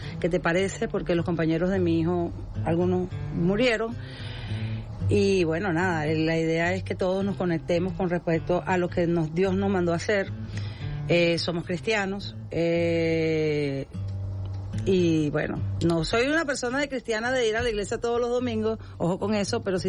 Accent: Tucacas, Falcón, Venezuela; now in La Guaira, Venezuela; yo vengo de Tucacas, Estado Falcón, orgullosa de ser de Tucacas, porque ahí también crecí desde los 14 años, y crecí viendo cómo puedo apoyar a ese pueblo.

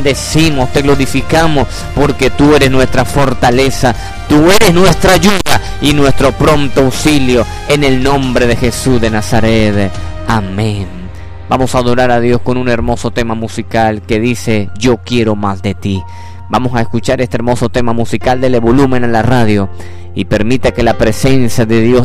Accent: Venezuela

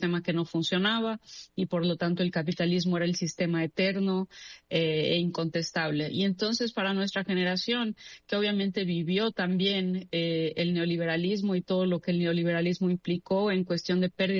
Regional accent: Mexico; Yo soy mexicana

